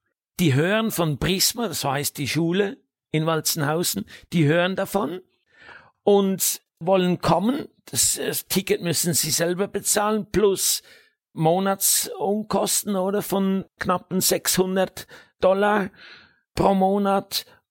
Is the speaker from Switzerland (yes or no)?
yes; Switzerland; moved away